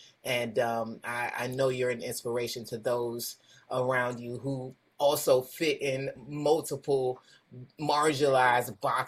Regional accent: Washington, District of Columbia, United States; I'm a Washingtonian, native Washingtonian. And I grew up Northwest in Petworth. But I just moved to Southside, and it's still Chocolate City over here.

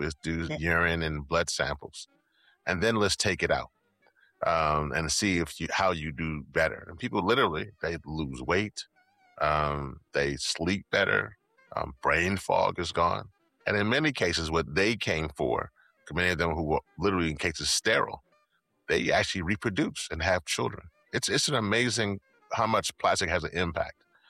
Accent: Louisiana, United States; And so where I'm from Louisiana, and that's, for those who don't know, is in the United States of America. It's one of the 50 states down there on the Gulf Coast.

